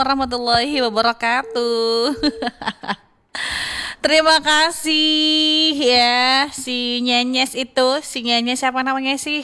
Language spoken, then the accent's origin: Indonesian; Sumatra, Indonesia; Kalau kita orang Sumatera itu lebih suka kayak yang asin-asin ya.